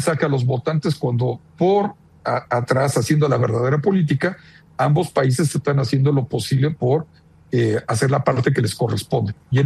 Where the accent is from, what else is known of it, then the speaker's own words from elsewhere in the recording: Mexico; Nosotros como mexicanos ya no podemos con la violencia, la extorsión, los secuestros, etcétera.